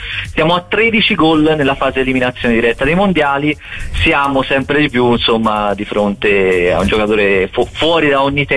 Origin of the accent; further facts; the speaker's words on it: Florence, Tuscany, Italy; born there; continuo a dire che sono nato a Brozzi e non a Rosario